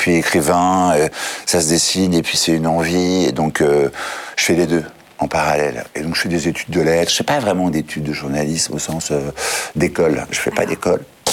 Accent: France; Des lettres, voilà, bonjour, je suis un Français.

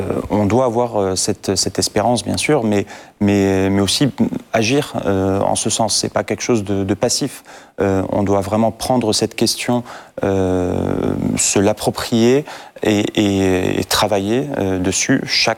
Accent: Iraq; first language Modern Aramaic; French is a second language; moved away

